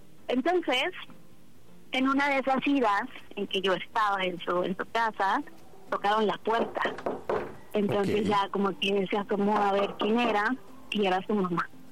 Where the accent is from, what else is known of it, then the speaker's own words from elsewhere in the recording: Mexico City, Mexico; Tengo 27 años, de la Ciudad de México.